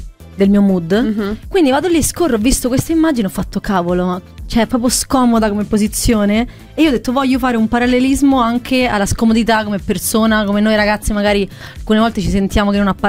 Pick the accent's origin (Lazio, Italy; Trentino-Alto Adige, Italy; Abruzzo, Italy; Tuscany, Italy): Lazio, Italy; Castelli Romani, Rome; now in Milan, Italy; fuori sede, possiamo dire, dai, che veniamo da Roma, dai castelli romani